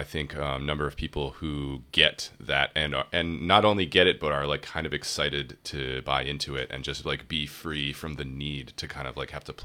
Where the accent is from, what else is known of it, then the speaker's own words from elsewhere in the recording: Concord, Massachusetts, United States; also born or lived in Nashville; I grew up in Concord, Massachusetts, and spent most of my life up in sort of the Boston area. Nowadays, I'm kind of living a more transient lifestyle, but essentially splitting my time between Boston and Nashville.